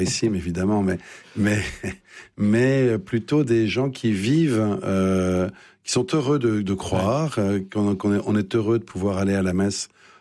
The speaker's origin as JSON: {"language": "French", "town": "Paris", "region": "Île-de-France", "country": "France", "lives_now": "Lille, France", "said": "Vous savez, je suis un Parisien indécrottable, j'ai vécu 54 ans à Paris, j'imaginais pas qu'on puisse respirer de l'oxygène ailleurs"}